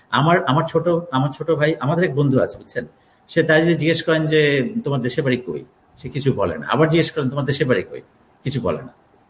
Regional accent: Narsingdi, Dhaka Division, Bangladesh; নরসিংদি আমার দেশের বাড়ি গ্রামের বাড়ি।

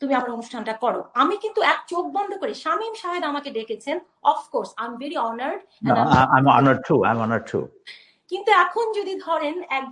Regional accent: Bangladesh; এক হচ্ছে যে আমরা বাংলাদেশি, হ্যাঁ, so we came from like you know একটা ভ্যালুস থেকে, হ্যাঁ, একটা কালচার থেকে। তুমি যদি আমাকে বলো অ্যাজ এ বাংলাদেশি হিসেবে

